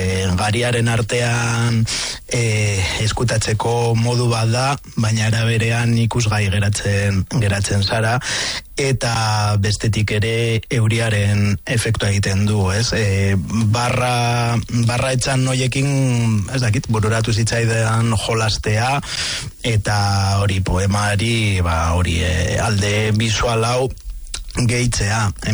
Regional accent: Pamplona, Navarre, Spain; ni txantrean gurasoen etxean bizi nintzenean, gurasoen etxe aurrean txikitatik ezagutu ditut Galzoroak, ez?

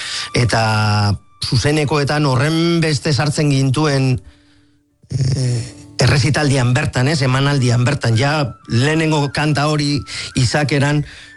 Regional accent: Larrabetzu, Basque Country, Spain; Larrabetzuko goizko lizalde auzoa, eta Areatza baserria, poema batean agertzen den areatza baserria, gure baserria.

